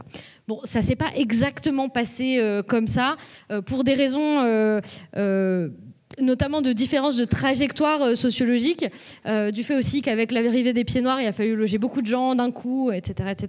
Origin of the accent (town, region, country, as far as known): Lyon, Auvergne-Rhône-Alpes, France; now in Toulouse, France